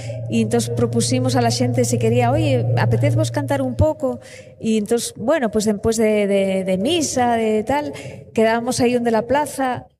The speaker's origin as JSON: {"language": "Spanish", "town": "Pimiango", "region": "Asturias", "country": "Spain", "said": "porque venimos de Pimiango, del oriente de Asturias."}